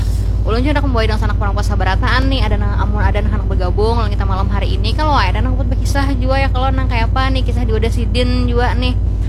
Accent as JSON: {"language": "Indonesian", "region": "Kalimantan", "country": "Indonesia", "said": "Alhamdulillah nih kita orang Kalimantan nih kuat-kuat ya"}